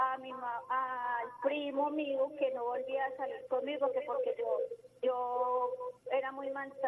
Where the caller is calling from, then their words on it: Medellín, Antioquia, Colombia; estoy acá en Medellín.